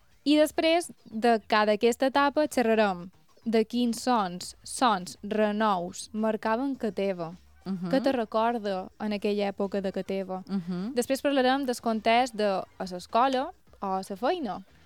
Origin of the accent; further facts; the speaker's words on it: Sant Jordi, Balearic Islands, Spain; born there; now in Sant Ferriol, Spain; Jo mateixa, que vaig néixer l'any 98 a Sant Jordi i actualment visc a Sant Ferriol. Per tant, he canviat de barri i també de sons.